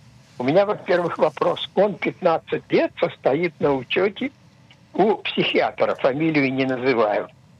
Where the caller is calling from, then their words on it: Ashdod, Southern District, Israel; я звоню из Ашдода. Мне 80+